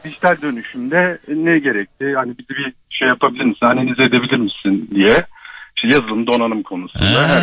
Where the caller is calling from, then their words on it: Ankara, Turkey; ben Ankara'dan.